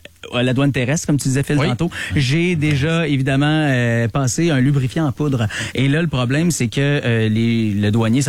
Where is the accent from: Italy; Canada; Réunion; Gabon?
Canada; Saint-Élie-de-Caxton, Quebec; moved away; je viens de Saint-Élie-Caxton